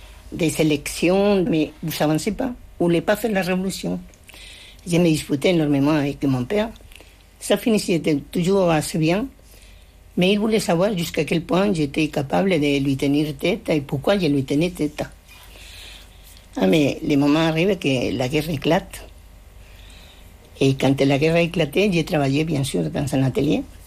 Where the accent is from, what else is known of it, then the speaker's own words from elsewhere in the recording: Madrid, Community of Madrid, Spain; French is a second language; moved away as an adult; now in Paris suburbs, France; Je suis née à Madrid, dans une famille de 11 enfants. C'est moi l'aîné. Moi, je continue à dire que c'était des familles des immigrés espagnols, puisque mes parents, ils venaient d'une région